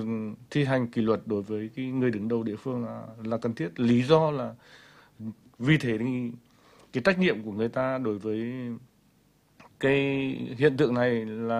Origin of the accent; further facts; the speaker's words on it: Vinh, Nghệ An, Vietnam; Tôi là người dân thành phố Vinh